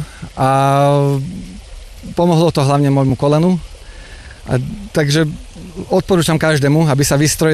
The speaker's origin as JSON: {"language": "Slovak", "town": "Liptovský Mikuláš", "region": "Žilina Region", "country": "Slovakia", "tie": "born or raised there", "said": "keď som vyrastal v Liptovskom Mikuláši, tak z kuchyne som videl Choč"}